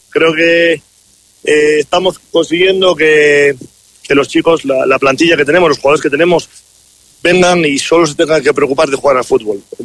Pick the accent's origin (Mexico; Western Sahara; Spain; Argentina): Spain; moved away as an adult; also born or lived in India; now in Ecuador; Sí, yo vengo desde España.